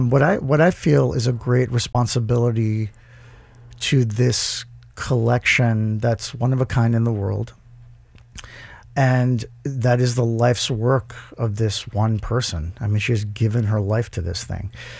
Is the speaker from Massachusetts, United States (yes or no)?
yes; Cambridge, Massachusetts, United States; born there; I'm a first generation. I was born here in Cambridge. So yeah, my mom and dad met here in Southie.